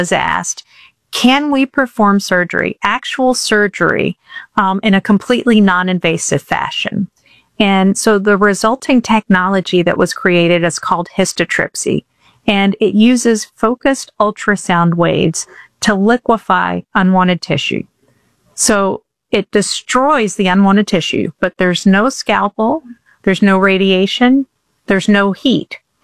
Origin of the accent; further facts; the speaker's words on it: Georgia, United States; No, I'm actually from Georgia.